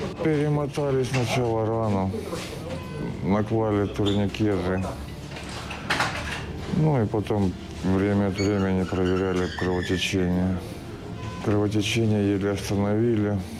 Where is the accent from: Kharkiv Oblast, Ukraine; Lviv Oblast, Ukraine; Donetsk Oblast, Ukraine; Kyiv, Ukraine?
Donetsk Oblast, Ukraine; Chasiv Yar; Родом з Часов'яри. На війні вже 4 роки. Працював на заводі.